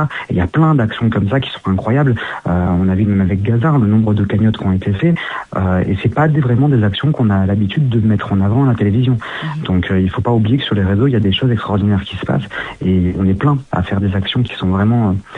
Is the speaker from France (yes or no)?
yes; Nice, Provence-Alpes-Côte d'Azur, France; Moi, je suis pas de Paris, je suis de Nice.